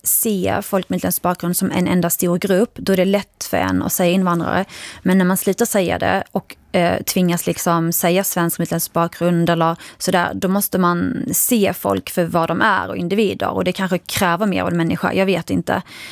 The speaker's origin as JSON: {"language": "Swedish", "country": "Sweden", "said": "Men vi som är barn till föräldrar som har immigrerat, alltså vi blir ju svenskar."}